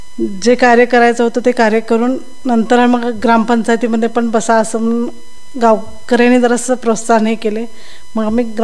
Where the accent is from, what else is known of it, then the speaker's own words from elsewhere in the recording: Ambewadi, Karnataka, India; moved away as an adult; now in Uchagaon, India; मी आंबेवाडी गावची।